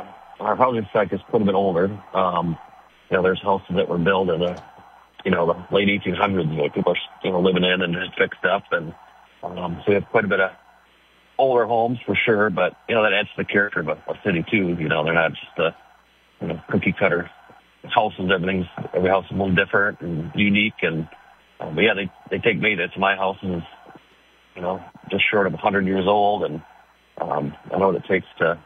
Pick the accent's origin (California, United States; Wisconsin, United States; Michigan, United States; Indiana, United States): Michigan, United States; Zeeland; when I was a kid growing up in Zeeland, you know, you could take your bike across the business loop